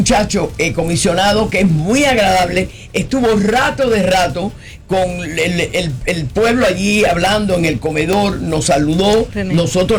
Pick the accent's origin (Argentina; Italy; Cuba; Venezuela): Cuba; A nosotros en Cuba decimos, oye, negro, ven para acá, porque nosotros, sí. Los cubanos, somos así.